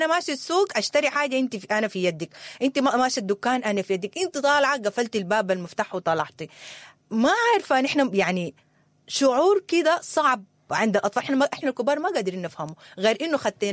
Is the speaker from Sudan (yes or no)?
yes; Sudan; نحن سودانيين